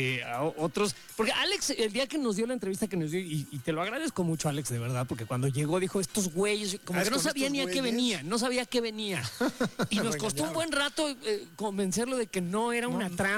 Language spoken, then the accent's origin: Spanish; Mexico; jodones somos los mexicanos